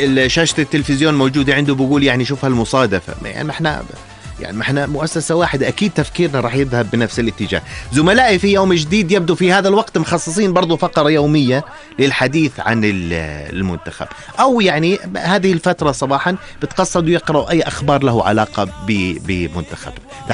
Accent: Al-Karak, Karak Governorate, Jordan; أنا من الكرك

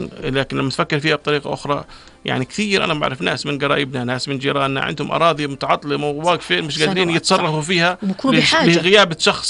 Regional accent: Jordan; انا مواطن اردني، انا عايش

